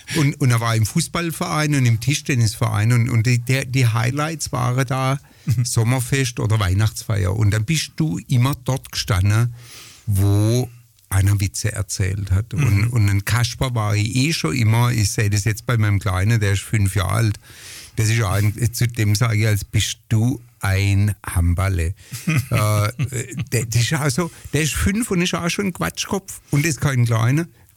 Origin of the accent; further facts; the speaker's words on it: Pforzheim, Baden-Württemberg, Germany; born there